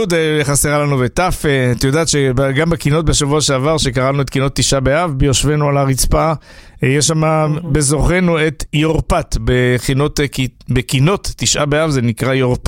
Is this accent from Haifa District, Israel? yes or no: no; Jerusalem, Jerusalem District, Israel; born there; נולדתי בירושלים, זכיתי לזה.